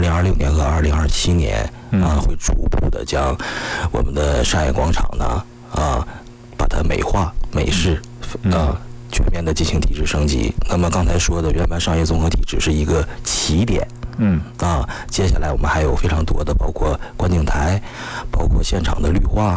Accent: Yingkou, Liaoning, China; born or raised there

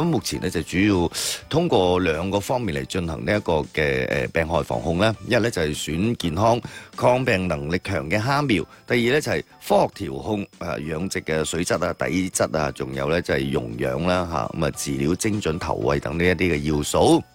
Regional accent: Guangdong, China; 作为我哋广东人啦吓

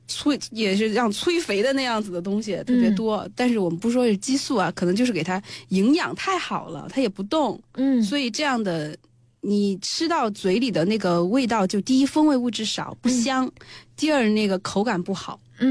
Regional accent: southern China, China; 像我们也是南方人爱吃白斩鸡

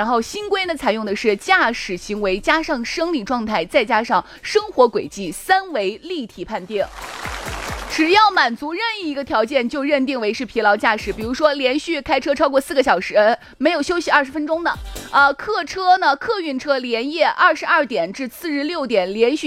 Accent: Shaanxi, China; 尤其是对于我们陕西人看了一眼我都想笑。

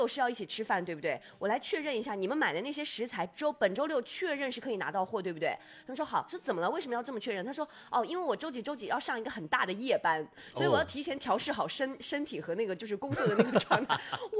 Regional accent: Inner Mongolia, China; moved away; 我们内蒙古人已经足够真诚了。

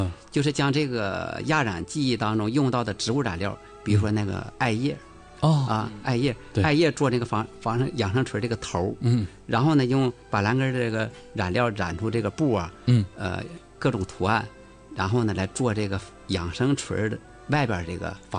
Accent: China; 并且这个牡丹呢不会严寒，也体现我们中国人这个有骨气，

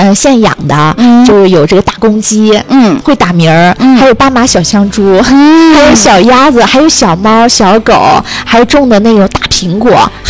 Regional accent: Anning District, Xinjiang, China; 从小作为安宁区丫头子啊，从小在安宁区长大的

